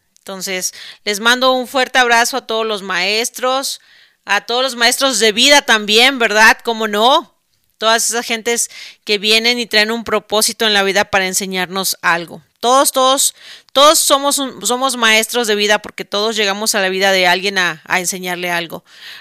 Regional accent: Mexico; now in United States; médico mexicana y asesora de bienestar por parte de la compañía Tonic Life en Estados Unidos.

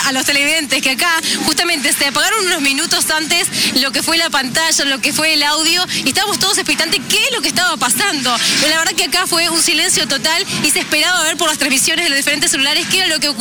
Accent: Uruguay; Sí, soy uruguaya.

